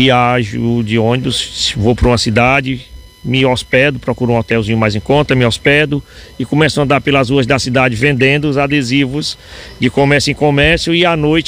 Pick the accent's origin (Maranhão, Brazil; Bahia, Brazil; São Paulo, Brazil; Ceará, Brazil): Ceará, Brazil; Santa Quitéria; eu venho da cidade de Santa Quitéria, no Ceará, e sou conhecido como … pelo Nordeste.